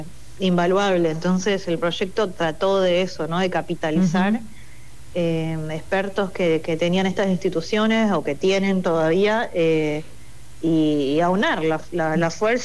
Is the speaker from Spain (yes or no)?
no; Buenos Aires, Argentina; accent: Buenos Aires; yo tengo acento de Buenos Aires, ¿no? Yo soy porteña.